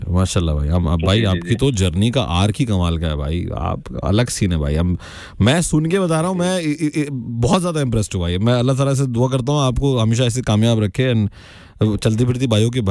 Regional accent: Delhi, India; now in Mumbai, India; भाई मैं दिल्ली से हूं भाई, दिल्ली का टैलेंट है भाई, हम दिल्ली के गबरू हैं।

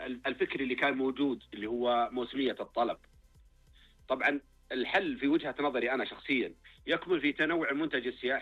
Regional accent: Abha, Asir, Saudi Arabia; كان عندنا زي ما قلت لك أنه عندنا في أبها بالذات فعاليات جميلة، وفي خميس مشيت، وفي المناطق الجبلية، في تنومة، في النماص، في بني شهر

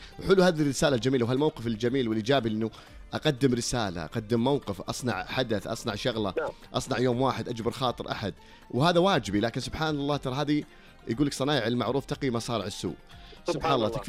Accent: Saudi Arabia

